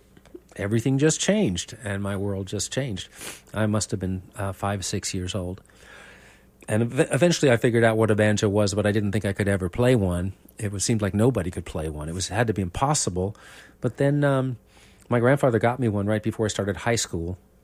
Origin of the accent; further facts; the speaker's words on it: New York City, New York, United States; I don't know how much I can separate from how I feel as a New Yorker growing up with it and the movie Manhattan